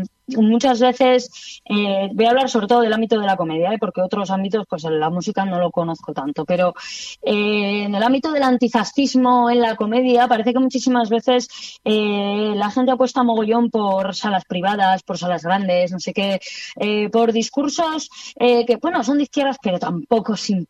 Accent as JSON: {"language": "Spanish", "region": "Basque Country", "country": "Spain", "said": "yo soy una mujer, soy vasca, soy feminista, soy transfeminista, soy atea, radicalmente atea, y encima hago comedia"}